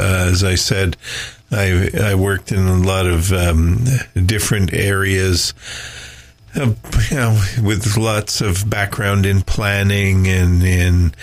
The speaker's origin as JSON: {"language": "English", "town": "Montreal", "region": "Quebec", "country": "Canada", "tie": "born or raised there", "also_born_or_lived": "Erin, Ontario", "moved": "as an adult", "lives_now": "Minden Hills, Canada", "said": "So I grew up in Montreal, and I worked in lots of different industries, but mostly large multinationals."}